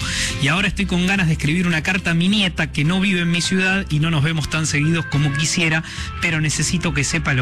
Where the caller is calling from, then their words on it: Villa Ángela, Chaco, Argentina; de Villa Ángela, Chaco.